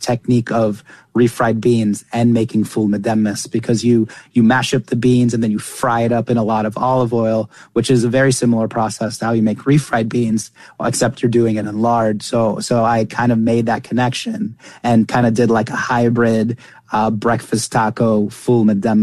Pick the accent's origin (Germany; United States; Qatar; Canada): Qatar; Doha; because we were living, I was born and raised in Doha, Qatar.